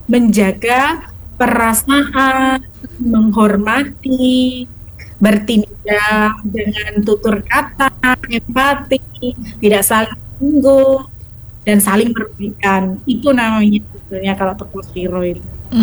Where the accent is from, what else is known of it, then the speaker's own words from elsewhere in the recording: Java, Indonesia; kalau kita lidahnya orang Jawa